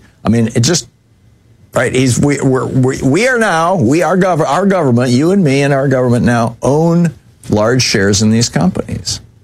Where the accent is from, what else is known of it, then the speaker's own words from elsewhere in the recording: Lansing, Michigan, United States; I remember George Fish at SDS when I was growing up in Lansing, Michigan, or in East Lansing at MSU.